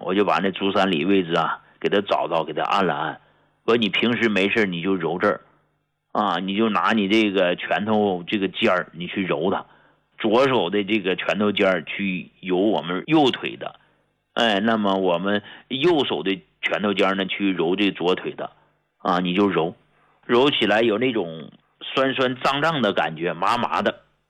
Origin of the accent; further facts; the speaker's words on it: China; 就咱们都是中国人，都属于那个黄色人种，对不对？